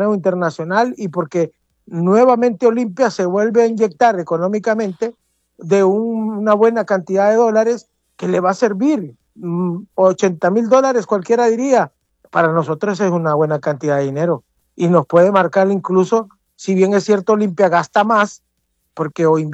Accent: Honduras; yo soy hondureño, yo no soy... Bueno, sí tengo raíces salvadoreñas porque mi mamá es salvadoreña, pero yo amo mi patria. Me crié acá, aquí estudié, aquí me formé, aquí trabajo. Tengo raíces

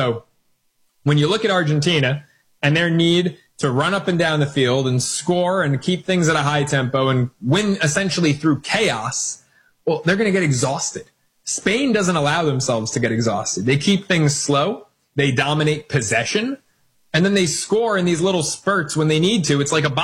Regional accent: New York, United States; now in Los Angeles, United States; I'm from New York. I live in Los Angeles now, but I'm a New Yorker.

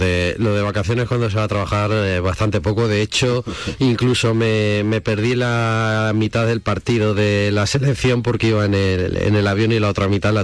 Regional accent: Puertollano, Castilla-La Mancha, Spain; te decían de dónde eres, y cuando decías de Puerto Llano decían, es que hay mucho hidrógeno.

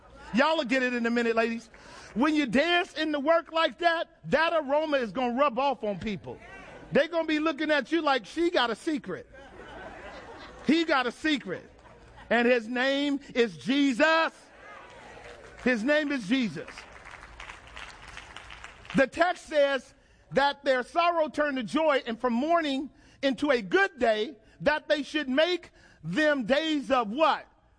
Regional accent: United States; As American Christians, we live real good.

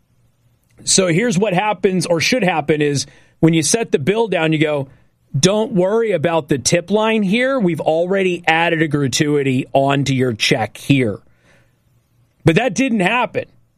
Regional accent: Las Vegas, Nevada, United States; moved away; I'm from Las Vegas, I'm from the service capital of the world

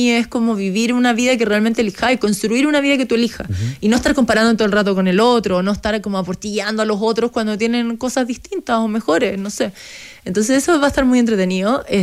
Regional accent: Chile; para mí como chilena

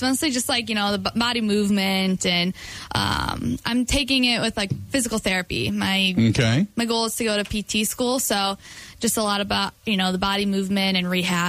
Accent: Eagle River, Wisconsin, United States; Yes, I was from Northland Pines, Eagle River. So a small community, but really supportive community.

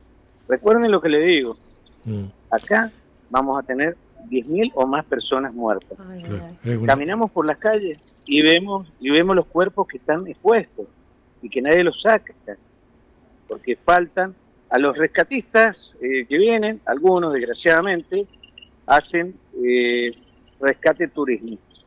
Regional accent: Mendoza, Argentina; now in Newark, United States; yo soy mendocino y he estado en Nueva York, viviendo en Newark.

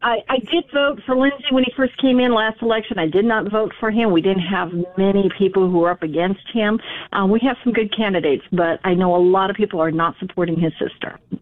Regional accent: South Carolina, United States; Hi, I am from South Carolina. I'm here visiting in Fargo right now

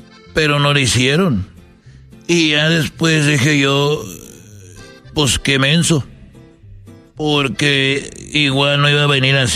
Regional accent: Jalisco, Mexico; born there; cuando yo iba a la escuela allá en donde yo nací, en Jalisco, no era una escuela normal, pero era una casa

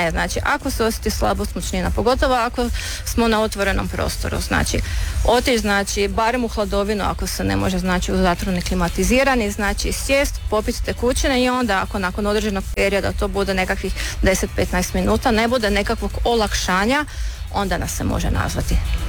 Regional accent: Hrvatsko Zagorje, Croatia; now in Slavonia, Croatia; jesmo u Slavoniji, ja sam inače Zagorka

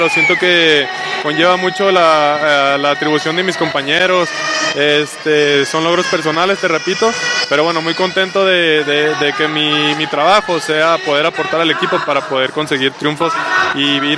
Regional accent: San Luis Potosí, Mexico; soy de San Luis Potosí, mi esposa es de Sonora.

